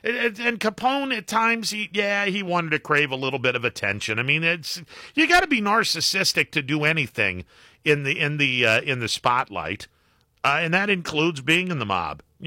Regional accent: Leetonia, Ohio, United States; my hometown of Letonia, Ohio, which back in the day was about 80 to 90% Italian.

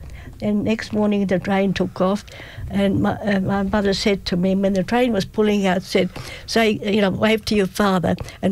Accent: Australia; I said, I'm from Australia. I'm looking at my father.

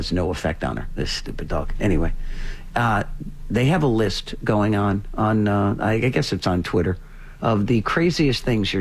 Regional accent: Rhode Island, United States; because this is a link that I follow on Facebook because, you know, I'm from Rhode Island.

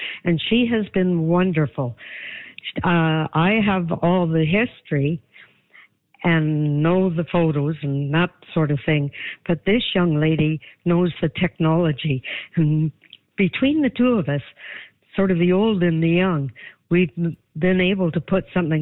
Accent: Armstrong, British Columbia, Canada; I grew up in Armstrong, so like every Armstrong kid

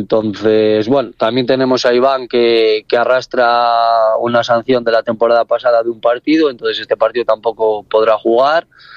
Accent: Ponferrada, Castile and León, Spain; Nosotros somos de Ponferrada, Ponferrada es de Castilla y León, y por nuestra mente pasa competir en Castilla y León.

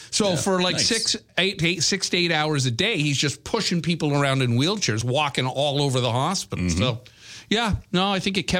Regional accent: Brampton, Ontario, Canada; I grew up in Brampton, so there was the AMC plant.

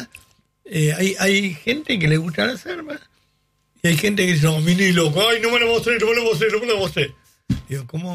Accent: San Isidro, Buenos Aires Province, Argentina; born there; Somos, nacimos ahí. Siempre decimos, entre tantos espermatozoides que tiene una masturbación, haber caído justo en San Isidro es suerte inmensa

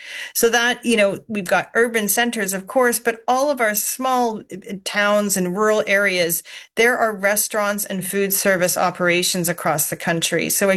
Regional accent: Canada; In everywhere we go as a Canadian living our life, we feel like our costs of living have gone up.

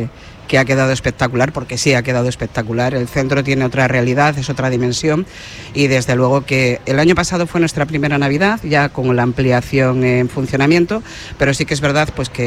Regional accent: Levante, Spain; now in A Coruña, Spain; Sí, sí, de Levante, de Levante.

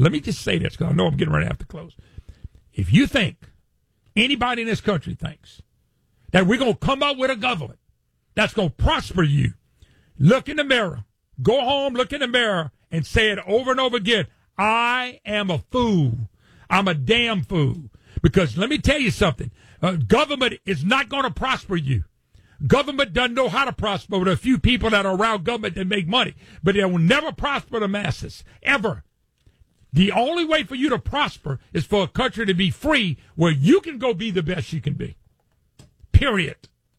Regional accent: Louisiana, United States; from Louisiana, and yes, I get excited because I love our country.

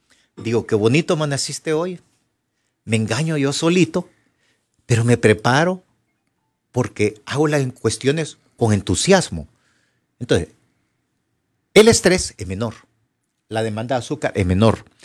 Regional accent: Honduras; somos hondureños

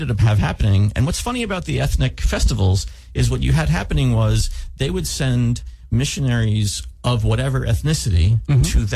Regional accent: Massapequa, New York, United States; now in Knoxville, United States; New York City. Just outside of New York City. Town called Massapequa.

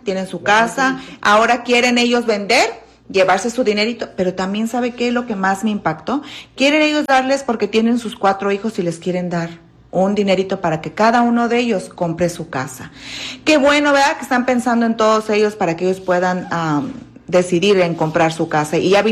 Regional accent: Michoacán, Mexico; No, soy de Michoacán.

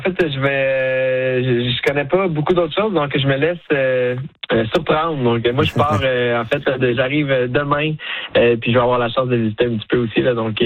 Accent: Quebec, Canada; first language French; moi, je viens du Québec. J'ai décidé de faire de la musique country en français parce que ben c'est ma langue maternelle

